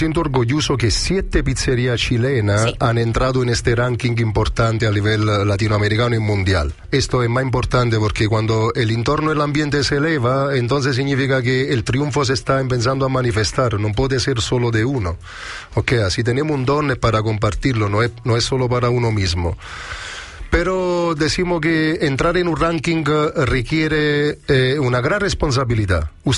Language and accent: Spanish; Naples, Campania, Italy; moved away; vengo de Nápoles